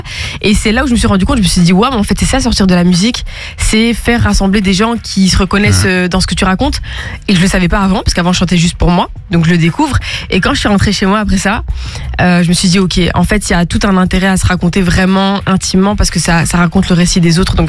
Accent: Molenbeek-Saint-Jean, Brussels-Capital Region, Belgium; Je suis née à Molenbeek, j'ai grandi là jusqu'à mes 12 ans. Après, je suis partie dans une petite ville à côté de Bruxelles et puis je suis revenue à Bruxelles à mes 18 ans. Donc, quand même bien bruxelloise dans l'âme.

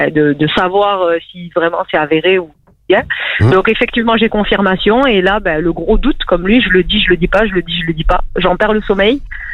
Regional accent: Carcassonne, Occitanie, France; Oui, je suis de Carcassonne.

